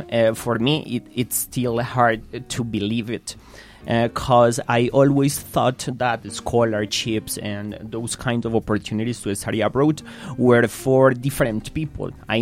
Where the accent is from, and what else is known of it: Medellín, Antioquia, Colombia